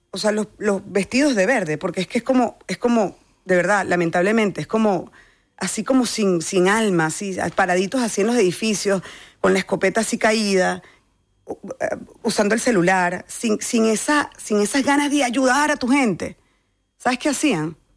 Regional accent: Venezuela

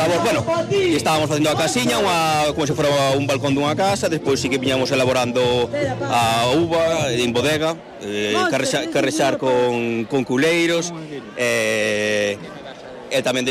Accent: Gomariz, Galicia, Spain; somos de Gomariz, pero tamén somos de Concello de Leiro, e gustanos vir a esta festa.

